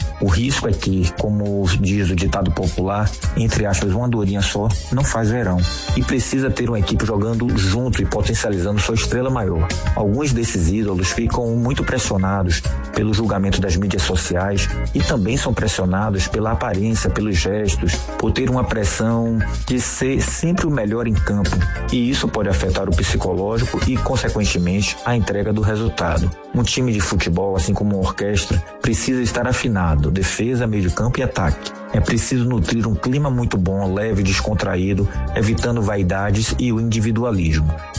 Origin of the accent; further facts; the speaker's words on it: Brazil; Somos brasileiros